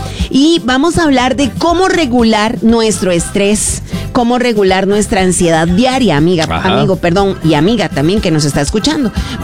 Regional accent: Guadalupe, San José, Costa Rica; Soy de San José Centro.

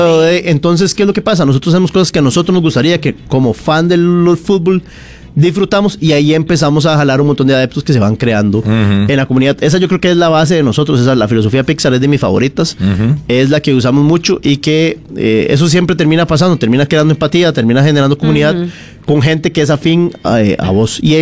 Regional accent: Costa Rica; Con el sombrero yo soy tico.

